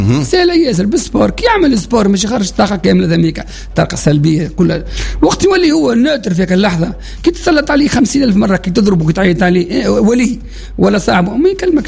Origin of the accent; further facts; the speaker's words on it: Tunisia; انا راني تونسي وراني مدرب المنتخب راهو لاعب منتخب من عام 86 ومدرب منتخب وحكمت اول حكم دولي انت عمري 56